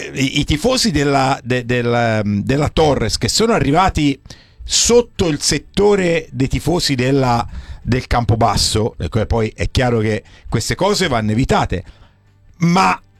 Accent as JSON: {"language": "Italian", "town": "Livorno", "region": "Tuscany", "country": "Italy", "said": "Sì, io dico sempre, sono un livornese un po' atipico"}